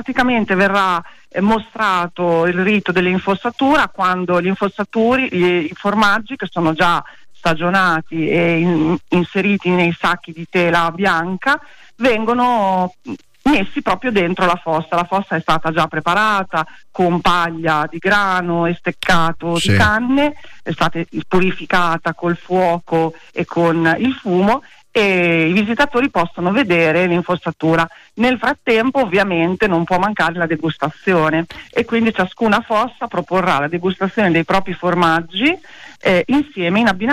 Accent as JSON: {"language": "Italian", "region": "Emilia-Romagna", "country": "Italy"}